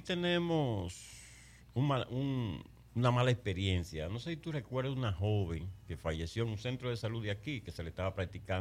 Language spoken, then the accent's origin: Spanish; Mao, Valverde, Dominican Republic; Yo soy de la Gastón Fernando de Lima.